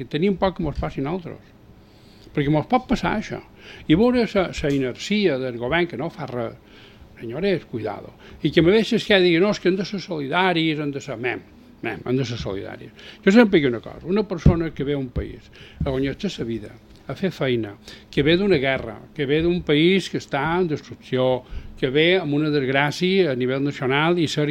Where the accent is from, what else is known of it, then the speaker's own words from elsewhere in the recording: Mallorca, Balearic Islands, Spain; No només som els mallorquins, tots els que vivim aquí